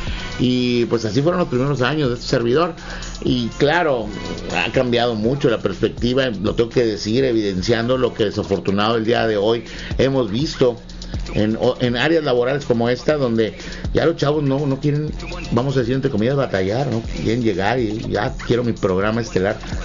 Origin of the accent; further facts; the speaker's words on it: Mexico; los mexicanos, que nuestro ADN va mucho con ello